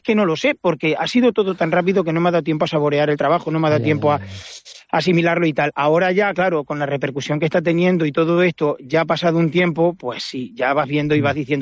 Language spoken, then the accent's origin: Spanish; El Puente del Arzobispo, Castilla-La Mancha, Spain; Yo soy nacido y criado en Puente del Arzobispo, no me quería mover de ahí.